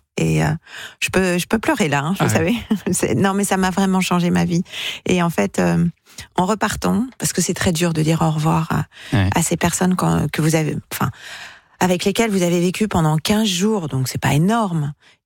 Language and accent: French; Normandy, France; Alors, en tant que Normande, quand même.